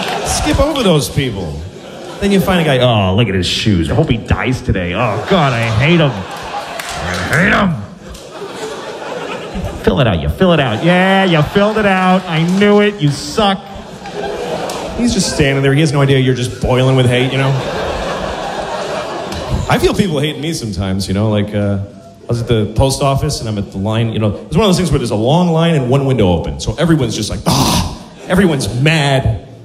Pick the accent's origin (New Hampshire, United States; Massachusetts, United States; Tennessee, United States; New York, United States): Massachusetts, United States; Boston; because I grew up in Boston, and in Boston, people just beat each other for no reason.